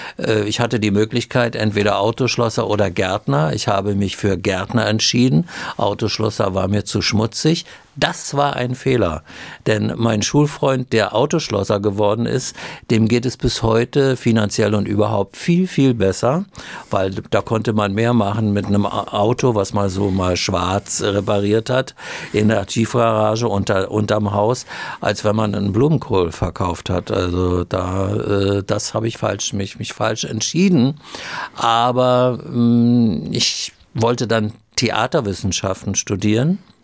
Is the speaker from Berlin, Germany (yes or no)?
no; Neustrelitz, Mecklenburg-Vorpommern, Germany; born there; 1946 wurde ich geboren in Neustrelitz in Mecklenburg. Fürstenberger Straße 12, eine Hausgeburt, ein Frühchen.